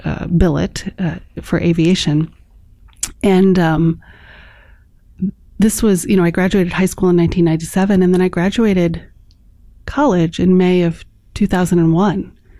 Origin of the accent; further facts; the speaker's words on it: Chicago, Illinois, United States; I grew up in Chicago, and I went to a boarding school.